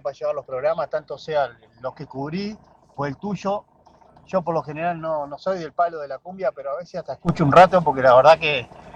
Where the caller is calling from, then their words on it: Paso Carrasco, Canelones, Uruguay; soy … de Paso Carrasco.